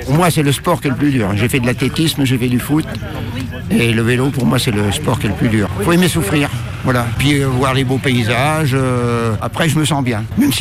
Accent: Nouvelle-Aquitaine, France; Oui, oui, oui. Je suis de Charente-Maritime.

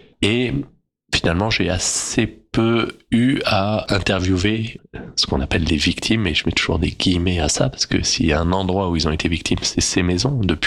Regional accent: Île-de-France, France; born or raised there

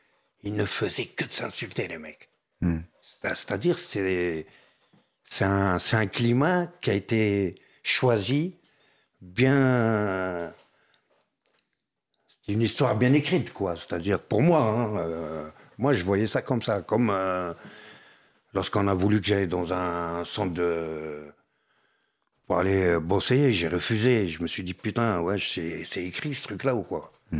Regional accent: France; Mais monsieur, vous êtes tunisien? Je dis non, je suis français.

